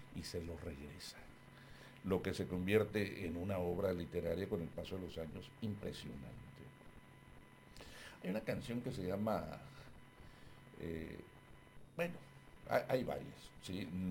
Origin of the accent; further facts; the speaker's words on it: Acaponeta, Nayarit, Mexico; now in Tijuana, Mexico; Acaponeta, Nayarit, mi tierra, aunque yo no cambio por nada el mundo Tijuana